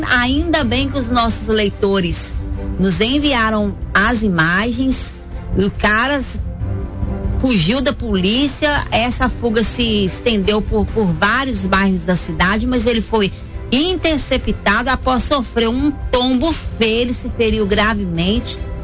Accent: Brazil; eu sou brasileira

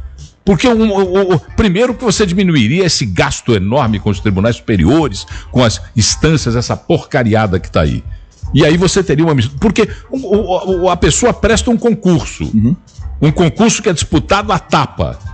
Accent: Brazil; eu sou brasileiro

